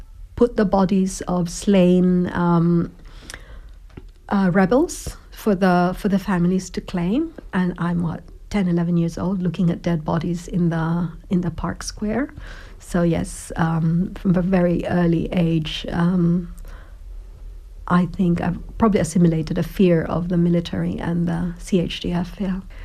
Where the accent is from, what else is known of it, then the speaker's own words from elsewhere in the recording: Davao, Mindanao, Philippines; moved away as an adult; also born or lived in Manila; I'm from Mindanao, but I was studying in Manila since 1985.